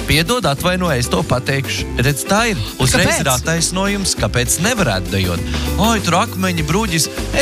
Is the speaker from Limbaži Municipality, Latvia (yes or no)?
yes; Pāle, Limbaži Municipality, Latvia; moved away; manā dzimtajā pusē. Pālē būs 30 gadu jubilējā novadpētniecības muzeja.